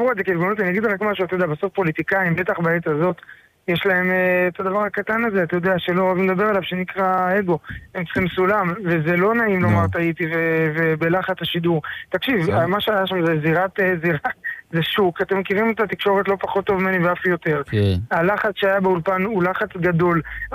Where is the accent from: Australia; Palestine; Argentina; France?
Palestine; Kiryat Arba, West Bank; ואני גדלתי בקירת ארבע, אני גר בשומרון